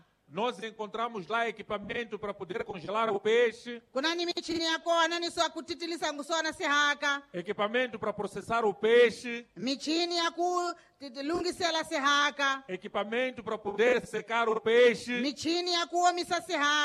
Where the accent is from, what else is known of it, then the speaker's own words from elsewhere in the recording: Mozambique; Todos nós, como moçambicanos